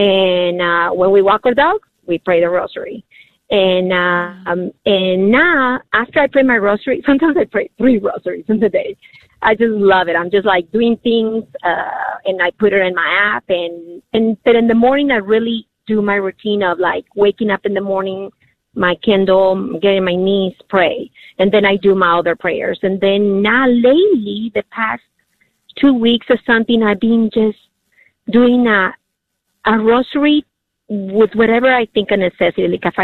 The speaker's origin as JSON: {"language": "English", "country": "Mexico", "moved": "as an adult", "lives_now": "San Antonio, United States", "said": "I'm from Mexico, and I remember my mom gathering friends together and praying, and we were little. We were very young, and I always saw it doing it. And then I married, moved here. I'm married here, moved to San Antonio."}